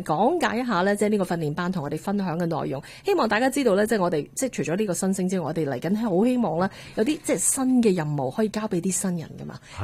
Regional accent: Canada; 我哋加拿大人

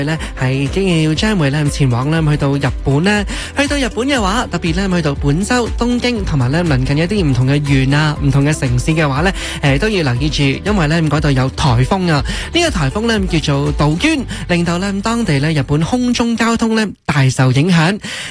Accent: Canada

